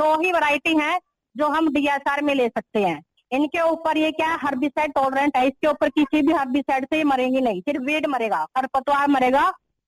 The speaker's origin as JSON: {"language": "Hindi", "region": "Haryana", "country": "India", "said": "जैसे मैं हरियाणा से हूँ"}